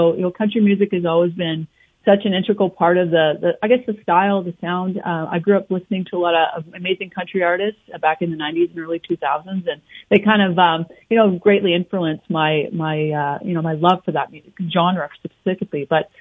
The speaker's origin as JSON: {"language": "English", "country": "Canada", "tie": "born or raised there", "said": "I grew up in the southwest corner of our province here on a cattle grain farm. So I was a country girl through and through."}